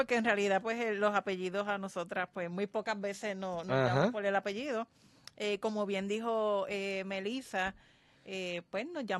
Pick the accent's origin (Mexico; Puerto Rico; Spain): Puerto Rico; Caguas; born there; soy criolla de corazón, que nací en Caguas